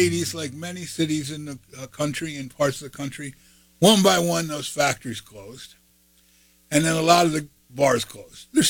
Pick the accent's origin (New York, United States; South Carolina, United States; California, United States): New York, United States; Watervliet; So I grew up in Watervliet